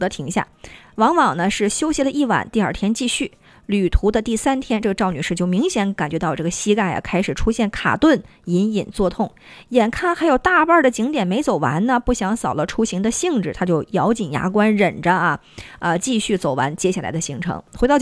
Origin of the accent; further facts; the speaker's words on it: Harbin, Heilongjiang, China; 融合在我们哈尔滨人这个骨子里的这种浪漫的氛围